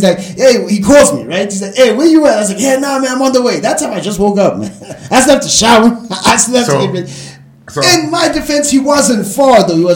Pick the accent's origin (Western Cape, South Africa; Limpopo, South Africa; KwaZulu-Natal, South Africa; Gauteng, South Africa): Limpopo, South Africa; we're actually right next to Makuleke, technically, but we're on the edge